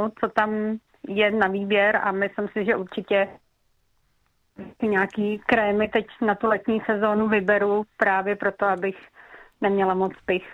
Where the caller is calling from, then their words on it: Slapy, South Bohemian Region, Czechia; Já jsem z vesnice u Tábora ze Slap.